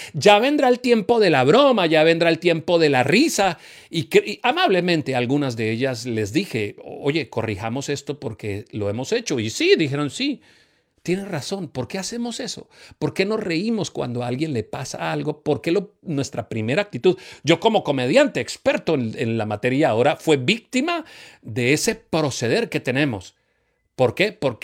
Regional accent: Santander, Colombia; nosotros como colombianos, como santanderianos

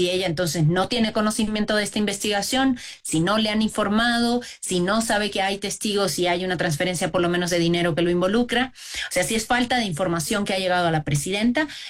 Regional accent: Cuba; Yo soy cubana y obtener una visa Para México, siendo cubana, es muy difícil.

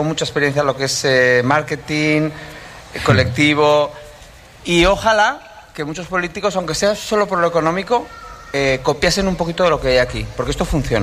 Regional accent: Pamplona, Navarre, Spain; now in Maspalomas, Spain; Yo soy de Pamplona.

